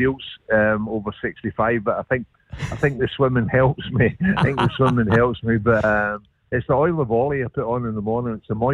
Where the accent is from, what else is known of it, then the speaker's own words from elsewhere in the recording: Scotland, United Kingdom; now in Australia; being Scottish and Aussie